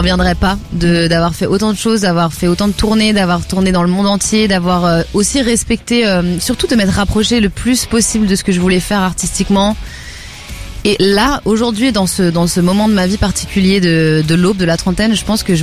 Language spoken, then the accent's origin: French; Lyon, Auvergne-Rhône-Alpes, France; que moi je viens de Lyon.